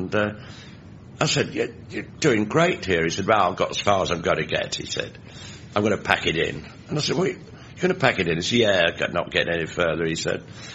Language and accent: English; Leeds, Yorkshire and the Humber, United Kingdom; moved away; My first job was 1956 at the City Varieties in Leeds, my hometown.